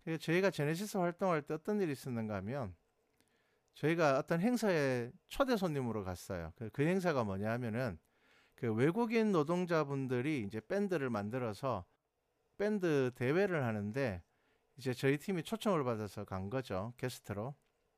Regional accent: Gyeongsang, South Korea; accent: Gyeongsang dialect; 저는 경상도를 벗어난 적이 없습니다. 그렇기 때문에 저는 사투리를, 물론 이제 제 생각인데, 저는 심하게 한다고 생각하지는 않지만, 그래도 뭐 당연히 표시가 나겠죠.

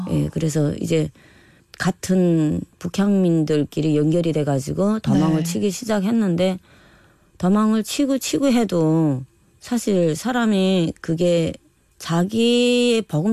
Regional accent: Gapsan, Ryanggang, North Korea; now in South Korea; 갑산에서 온

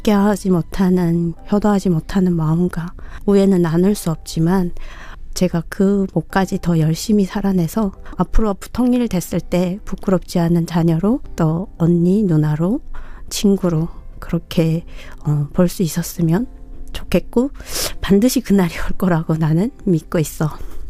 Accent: North Korea; now in South Korea

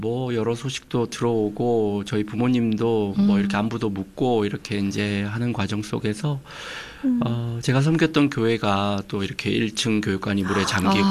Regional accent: Geoje, South Gyeongsang, South Korea; moved away; 일단은 제 고향이 거제거든요.

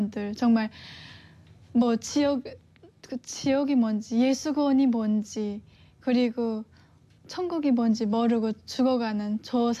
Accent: North Korea; 그래서 배고파서 처음에는 탈북을 했습니다.

